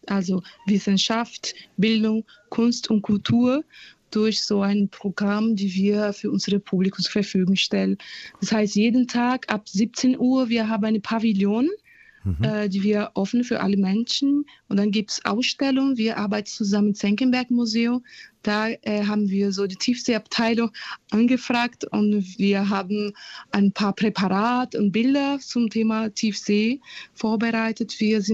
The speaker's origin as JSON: {"language": "German", "country": "Brazil", "second_language": "German", "moved": "yes", "lives_now": "Frankfurt, Germany", "said": "Ich komme aus Brasilien."}